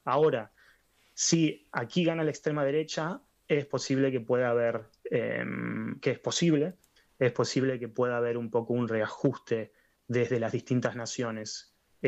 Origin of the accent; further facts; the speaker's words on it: Spain; moved away; also born or lived in Argentina; yo crecí en España